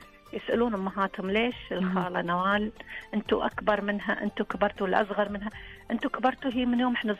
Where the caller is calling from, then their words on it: Saudi Arabia; احنا السعوديين ما عندنا كده